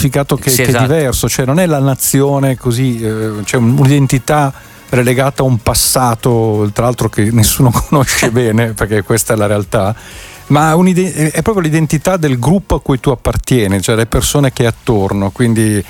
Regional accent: Caravaggio, Lombardy, Italy; dalle mie parti a Caravaggio

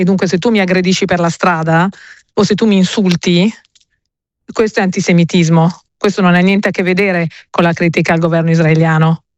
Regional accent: Milan, Lombardy, Italy; noi siamo milanesi, siamo italiani.

